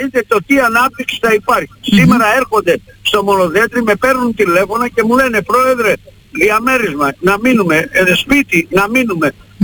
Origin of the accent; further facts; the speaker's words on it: Vrachneika, West Greece, Greece; now in Monodendri, Greece; εμείς ζούμε στο Μονοδέντρη χρόνια, εγώ είμαι από τα Βραχνέικα, αλλά τώρα έτσι ξαφνίζει στο Μονοδέντρη, είμαι μονοδεντρίτης πλέον, αλλά εκεί είμαι και βραχιώτης